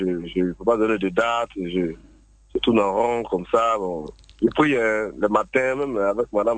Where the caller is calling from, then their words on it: Abidjan, Côte d’Ivoire; Je vous appelle de Cocody, Rivera 3.